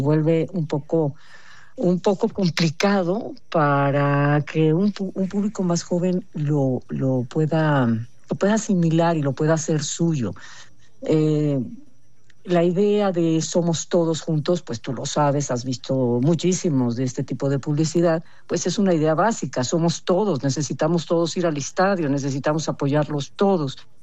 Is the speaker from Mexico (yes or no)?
yes; Mexico; lo que somos los mexicanos